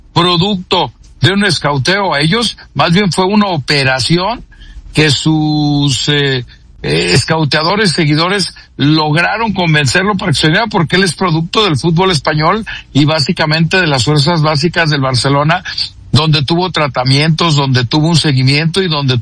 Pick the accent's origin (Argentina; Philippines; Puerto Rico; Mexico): Mexico